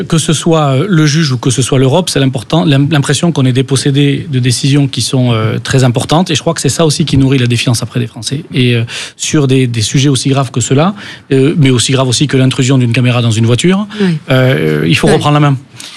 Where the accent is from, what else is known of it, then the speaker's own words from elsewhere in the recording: Occitanie, France; je viens du Lot